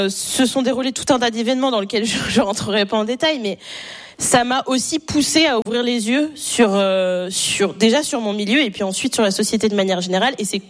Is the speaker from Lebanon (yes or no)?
no; Châtel-Guyon, Auvergne-Rhône-Alpes, France; also born or lived in Riom; Moi, je suis née en Auvergne. Je suis née dans un petit village splendide. Je suis née à Rion, à côté de Clermont-Ferrand. Et j'ai grandi dans des petits villages à Enza, à Chappes et à Châtel-Guyon, où mon père vit toujours.